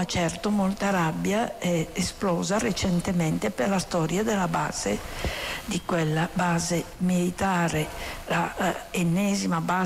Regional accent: Vicenza, Veneto, Italy; now in Milan, Italy; alla periferia della mia città natale, io vivo a Milano ma sono originaria di Vicenza

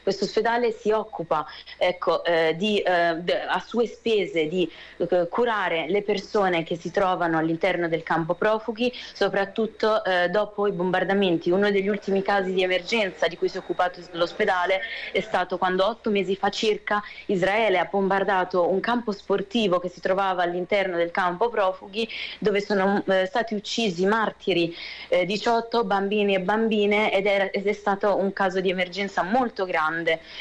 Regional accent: Palestine; first language Arabic; Italian is a second language; io sono madrelingua araba e sono palestinese

